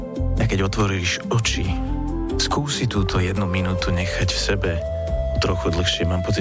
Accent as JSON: {"language": "Slovak", "town": "Bratislava", "region": "Bratislava Region", "country": "Slovakia", "accent": "Bratislava", "said": "ja mám bratislavský prízvuk"}